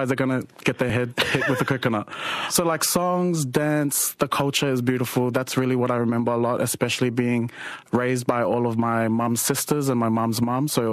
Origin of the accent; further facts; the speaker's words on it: Marakei, Gilbert Islands, Kiribati; Myself, I'd like to say that I'm from Marakei because that is the best island in Kiribas.